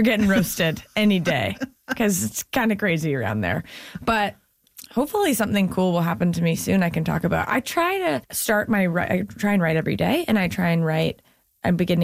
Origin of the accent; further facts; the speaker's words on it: Canada; I'm so grateful that I grew up comedically in Canada because we really support each other.